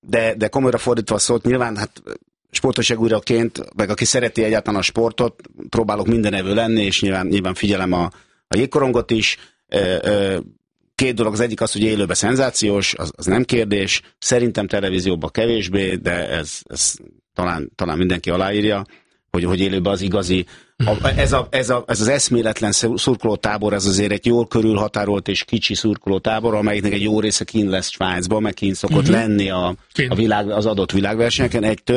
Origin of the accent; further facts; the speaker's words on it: Hungary; Mondtuk, hogy igen, magyarok vagyunk.